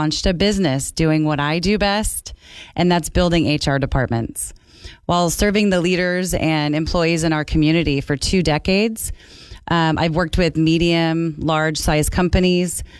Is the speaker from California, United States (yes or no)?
yes; California, United States; I was born and raised in Kern County.